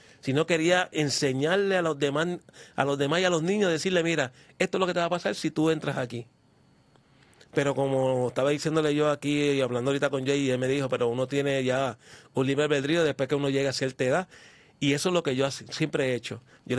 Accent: San Juan, Puerto Rico; yo me crié, como le dije, en la barriada Playita. Desde chamaquito

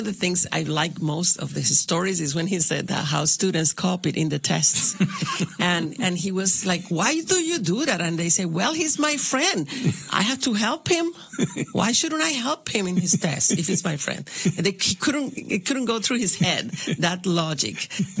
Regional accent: Isabela, Puerto Rico; I'm from Isabela. It's the town of the cockfighting.

